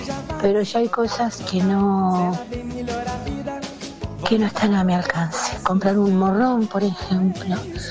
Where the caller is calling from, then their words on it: Junín, Buenos Aires Province, Argentina; soy de Junín